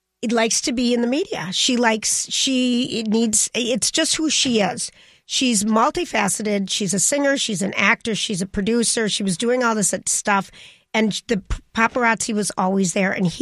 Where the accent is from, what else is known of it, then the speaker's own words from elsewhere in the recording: Boston, Massachusetts, United States; I'm a guy from Boston.